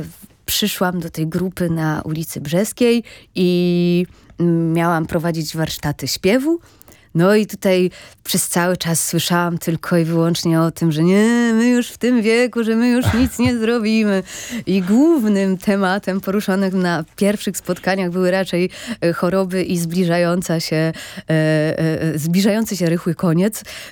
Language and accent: Polish; Wrocław, Lower Silesian Voivodeship, Poland; born there; moved away as an adult; now in Warsaw, Poland; Nie jestem wrocławianką z urodzenia, więc przyjechałam tutaj na studia